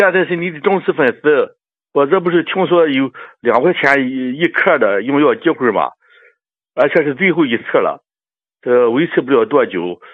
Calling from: Qingdao, Shandong, China; 王老师，我是山东青岛的老朋友了。

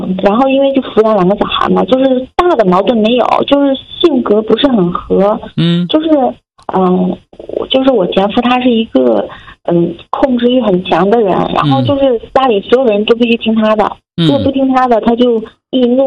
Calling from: northern China, China; 因为他是南方人，我是北方人

